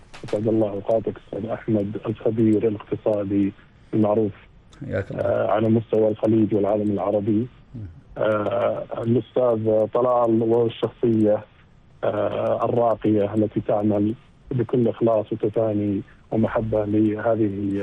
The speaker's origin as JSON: {"language": "Arabic", "country": "Saudi Arabia", "said": "أنا كسعودي وخليجي"}